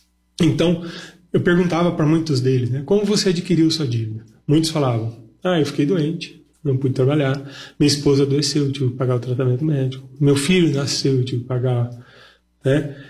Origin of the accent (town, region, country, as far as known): Brazil